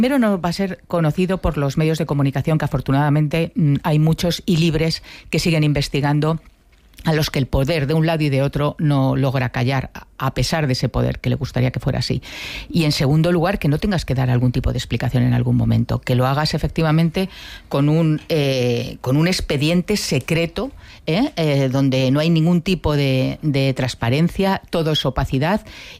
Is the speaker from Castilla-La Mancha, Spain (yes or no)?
no; Madrid, Community of Madrid, Spain; como yo soy periodista y soy madrileña